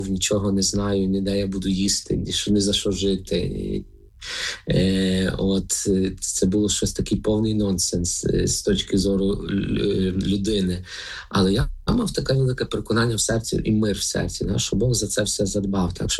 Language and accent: Ukrainian; Lviv Oblast, Ukraine; я вже був тоді знайомий найбільше, так, з Мукачівською дієцезією, хоч родом я сам з Львівської, так.